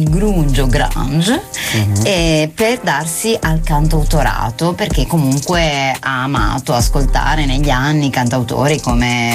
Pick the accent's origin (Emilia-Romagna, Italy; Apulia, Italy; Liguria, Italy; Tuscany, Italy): Emilia-Romagna, Italy; Bologna; che vengo da Bologna, dico grunge.